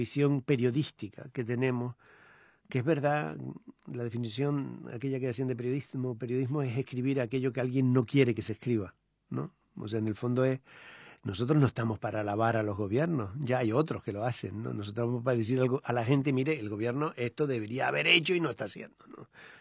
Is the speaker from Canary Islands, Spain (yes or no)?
yes; Canary Islands, Spain; moved away; yo soy de las Islas Canarias, hace ya mucho que salí de vivir allí de forma estable